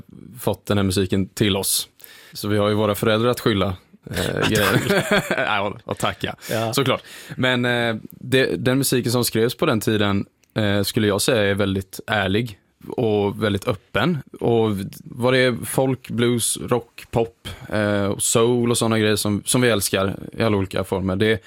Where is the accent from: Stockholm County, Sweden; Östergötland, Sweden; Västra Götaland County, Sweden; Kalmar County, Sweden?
Kalmar County, Sweden; Öland; Vi andra två är från Öland.